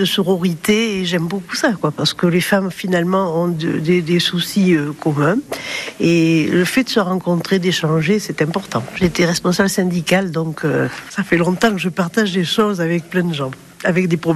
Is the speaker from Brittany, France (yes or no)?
no; Périgueux, Nouvelle-Aquitaine, France; je suis née à Périgueux, je vis à Périgueux, toujours, voilà.